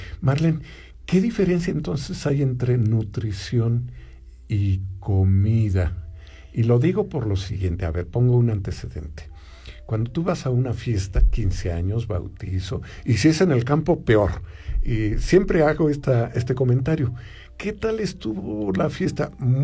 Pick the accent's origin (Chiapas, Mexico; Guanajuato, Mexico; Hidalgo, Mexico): Hidalgo, Mexico; Alfajayucan; Yo crecí en un pueblo, en Ismiquilpan, en Alfajayucan